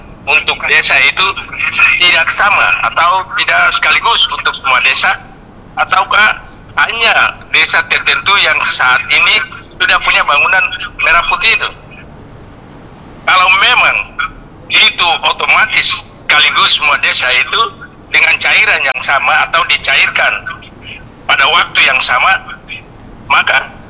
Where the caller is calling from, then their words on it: Indonesia; Saya lihat aja di desa kami atau kecamatan kami di Laut Utara